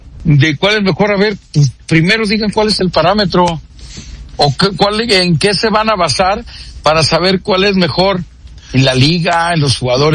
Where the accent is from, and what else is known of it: Mexico